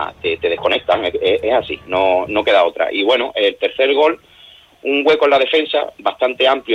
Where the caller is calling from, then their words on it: Netherlands; Como cada partido vamos a estar desde Holanda